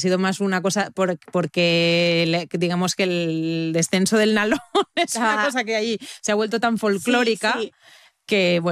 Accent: Barcelona, Catalonia, Spain; yo soy catalana, soy de Barcelona, y allí es muy natural pues hablar catalán, yo hablo catalán en mi casa con mis hijos

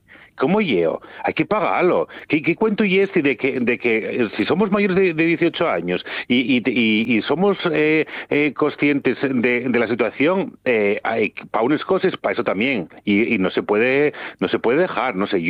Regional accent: Asturias, Spain; los menos somos los asturianos

